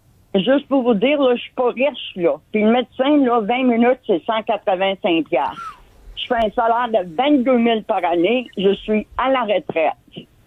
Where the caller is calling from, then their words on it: Lévis, Quebec, Canada; Puis moi, si vous voulez savoir où je suis, je suis à Lévis.